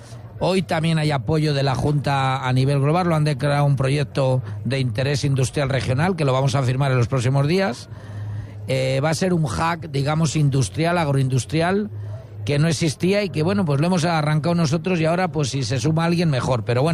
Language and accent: Spanish; Cerecinos de Campos, Castile and León, Spain; el área de servicio de mi tierra, que yo soy de Cerecinos de Campos